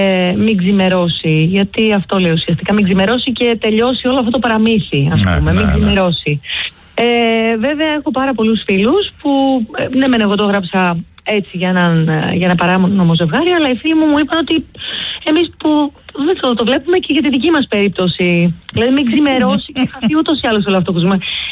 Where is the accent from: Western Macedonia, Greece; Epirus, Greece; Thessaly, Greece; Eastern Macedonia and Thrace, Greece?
Eastern Macedonia and Thrace, Greece; Drama; now in Athens, Greece; Να σου πω ότι όταν κατέβηκα στην Αθήνα, επειδή εγώ ήρθα από τη Δράμα και η Αθήνα ήταν πολύ χαοτική, ψάχναμε με την αδερφή μου να πάμε σε μέρη που μας ήταν πιο οικία.